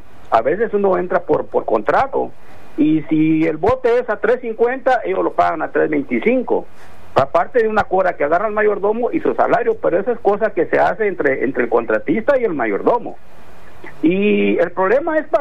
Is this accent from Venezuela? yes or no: no; Guatemala; now in United States; Yo soy un cuarto de indio, ¿verdad? Soy guatemalteco y soy quechí.